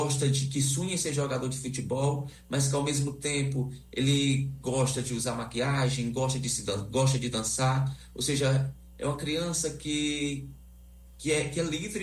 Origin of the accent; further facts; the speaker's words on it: Russas, Ceará, Brazil; born there; Jaguaribara, que é uma cidade próxima da cidade onde eu nasci, que eu sou de Russas, assim como Alan.